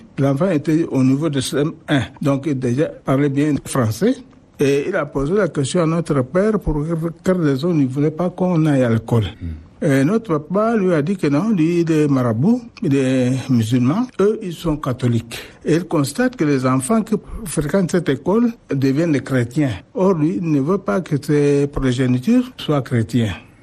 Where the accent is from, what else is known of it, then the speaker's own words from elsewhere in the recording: Baro, Guéra, Chad; also born or lived in Oumrane; Mais j'ai grandi à Baro, dans le canton de Ngor. Donc c'est là où j'ai grandi et j'ai fréquenté l'école.